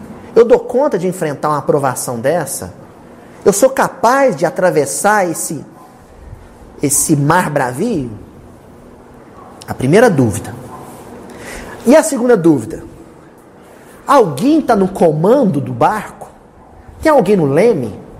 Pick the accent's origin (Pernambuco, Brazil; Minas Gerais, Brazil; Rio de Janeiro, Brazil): Minas Gerais, Brazil; Só como nós somos aqui, nós somos mineiros, não é no coração, é na barriga.